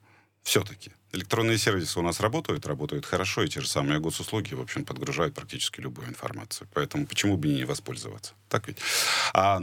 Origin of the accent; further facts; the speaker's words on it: Yekaterinburg, Sverdlovsk Oblast, Russia; вот мне, как обычному жителю Екатеринбурга